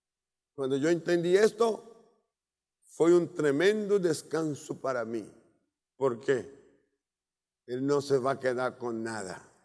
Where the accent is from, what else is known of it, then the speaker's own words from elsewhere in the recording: Brazil; moved away as an adult; also born or lived in Cúcuta, Colombia; En el año 78, 3 años lejos de mi casa, de mi lugar, que era Brasil, sentí ganas de comer la comida de mi pueblo. Allí hay frutos del mar abundantes. Yo fui criado con esto.